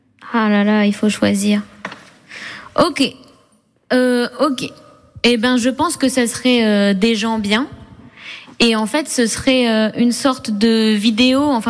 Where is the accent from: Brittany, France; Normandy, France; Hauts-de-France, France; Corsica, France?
Hauts-de-France, France; Voilà, mon père, il est routier. On vient du Nord